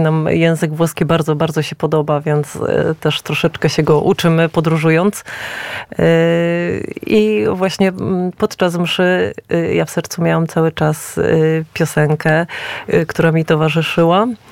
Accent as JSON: {"language": "Polish", "town": "Wadowice", "region": "Lesser Poland", "country": "Poland", "said": "jesteśmy z Wadowic"}